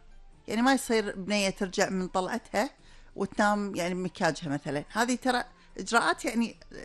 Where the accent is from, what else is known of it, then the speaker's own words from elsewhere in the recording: Kuwait; عندنا بالكويت